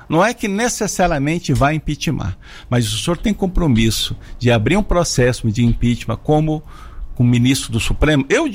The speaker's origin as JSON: {"language": "Portuguese", "region": "Goiás", "country": "Brazil", "said": "me envergonha como goiano"}